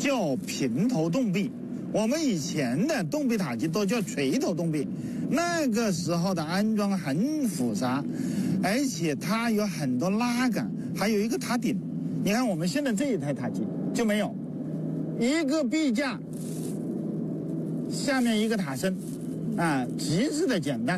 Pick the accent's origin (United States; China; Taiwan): China; Hunan